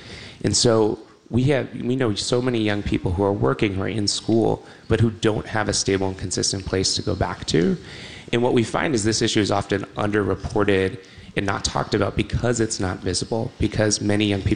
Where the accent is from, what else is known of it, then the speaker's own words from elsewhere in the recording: Westborough, Massachusetts, United States; Yeah, so growing up in Westboro, I had the opportunity to represent my town as part of this statewide service initiative